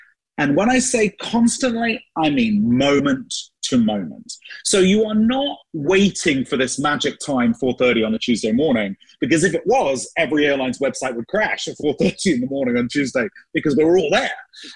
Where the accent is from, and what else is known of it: United Kingdom; born or raised there; moved away as an adult; now in United States